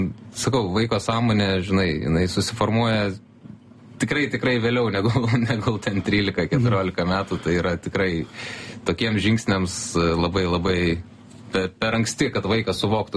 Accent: Kaunas, Kaunas County, Lithuania; kažkur Kaune, užaugau Kaune, tai tenais tiesiog kažkur išėjau

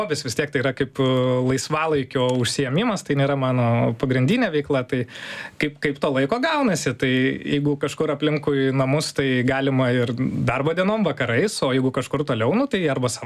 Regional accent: Panevėžys, Panevėžys County, Lithuania; moved away as an adult; Tai aš pats esu iš Aukštaitijos sostinės, iš Panevėžio, ten gimiau, augau ir praleidau 19 metų.

